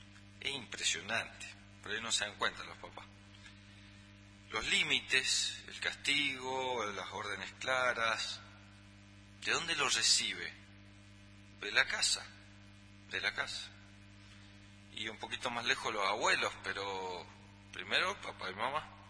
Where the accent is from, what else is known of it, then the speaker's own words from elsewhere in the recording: Argentina; born there; nací en la Argentina